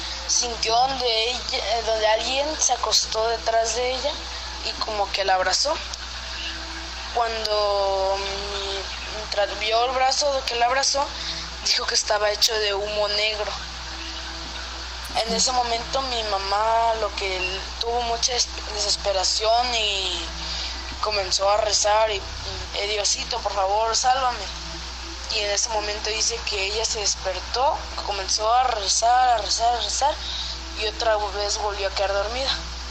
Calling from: Coatzacoalcos, Veracruz, Mexico; Soy de Coatzacoalcos, Veracruz.

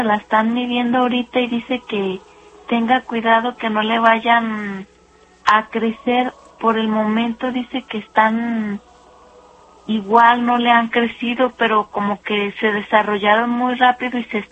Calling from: Mexico; Hablo de México.

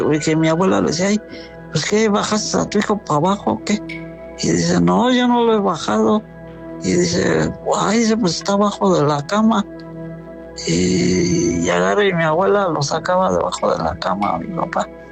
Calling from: Mexico; actualmente ahorita vivo en Minas de Cristo.

